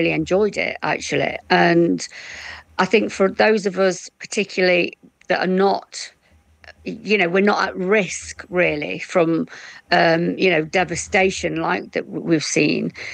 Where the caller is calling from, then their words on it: Bestwood Village, East Midlands, United Kingdom; I'm in Nottinghamshire. I'm in the village where I live, which is Bestwood Village, an ex-mining community.